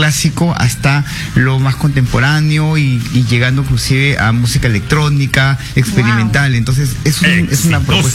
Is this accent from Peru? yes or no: yes; Peru; Yo soy peruano, efectivamente.